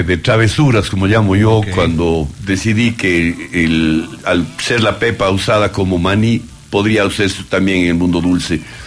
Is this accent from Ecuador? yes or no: yes; Ecuador